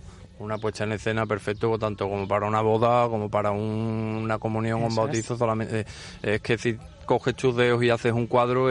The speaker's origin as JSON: {"language": "Spanish", "town": "Seville", "region": "Andalusia", "country": "Spain", "moved": "as an adult", "lives_now": "Formentera, Spain", "said": "soy sevillano, pero yo... Sí, y llevo aquí en Formentera ya unos 10 años."}